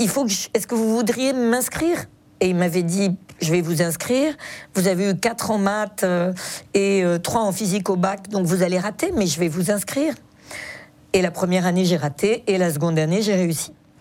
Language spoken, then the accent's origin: French; Neuilly-sur-Seine, Île-de-France, France; born there; moi, je suis née à Neuilly-sur-Seine, je ne suis absolument pas bretonne.